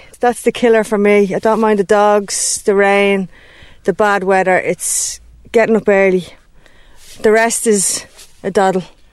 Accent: Dublin, Leinster, Ireland; I'm from Dundrum

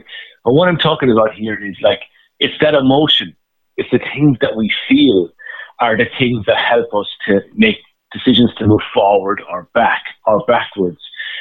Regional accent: Ireland; But I'm an Irish person, very passionate about Ireland

